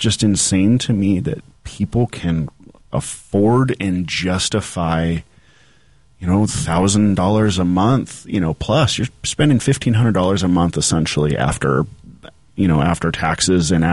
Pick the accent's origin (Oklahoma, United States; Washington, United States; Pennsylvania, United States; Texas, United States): Washington, United States; Bellingham; also born or lived in Colorado; I moved back home to start the first one in Bellingham here. And I was living with mom and dad for literally until I met Raina in 2019.